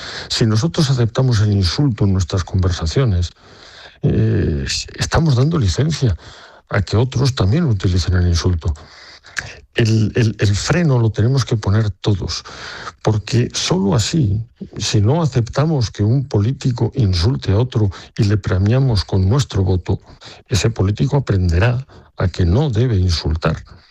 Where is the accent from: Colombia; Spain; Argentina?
Spain